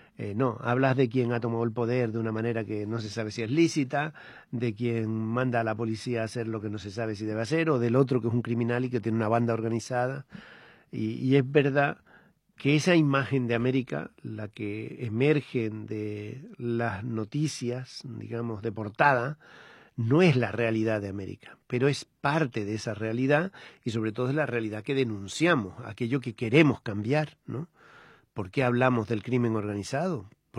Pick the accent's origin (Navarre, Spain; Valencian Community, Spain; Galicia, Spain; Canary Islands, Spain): Canary Islands, Spain; moved away; yo soy de las Islas Canarias, hace ya mucho que salí de vivir allí de forma estable